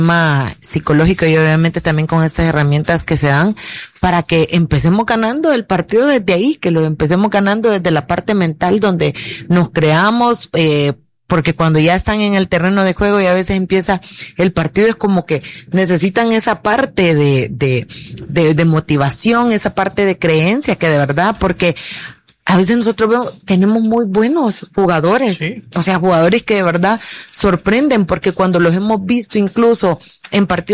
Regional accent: El Salvador; es el tema psicológico que todavía como salvadoreño

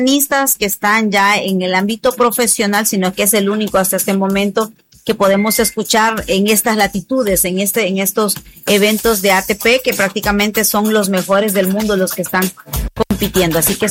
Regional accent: El Salvador; es relevante para nosotros como salvadoreños.

